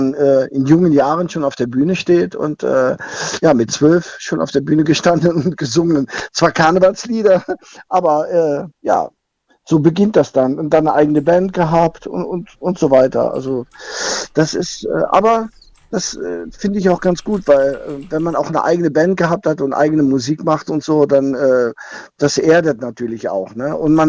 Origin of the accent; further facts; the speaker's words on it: Hamburg, Germany; Als Hamburger ja, kennt man das nicht.